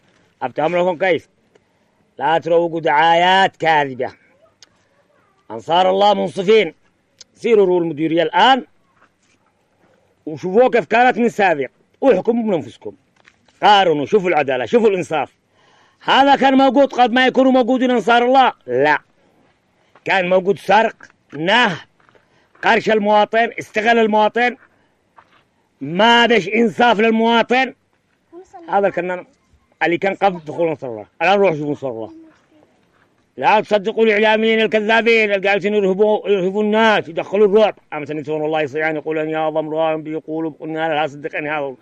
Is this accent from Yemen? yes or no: yes; Yemen; نحن أخوة، نحن مسلمين، كلنا نحن يمنيين.